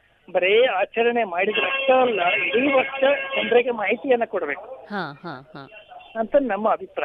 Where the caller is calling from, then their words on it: Vijayapura, Karnataka, India; ಅದರಲ್ಲಿಗೂ ನಮ್ಮ ನಮ್ಮ ರಾಜ್ಯ, ಅದರಲ್ಲಿಗೂ ನಮ್ಮ ನಗರ ವಿಜಯಪುರ.